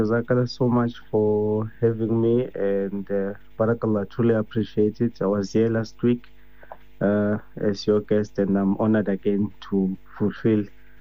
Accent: Soweto, Gauteng, South Africa; born and bred in Soweto, MDNI. Grew up in MDNI

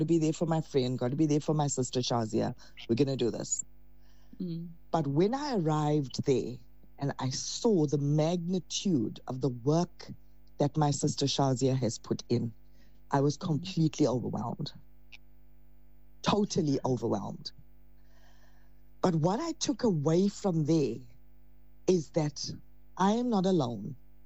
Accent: Pietermaritzburg, KwaZulu-Natal, South Africa; born there

